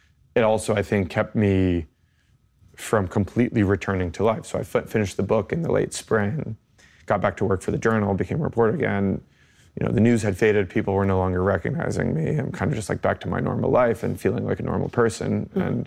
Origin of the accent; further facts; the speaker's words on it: United States; And I'm an American journalist.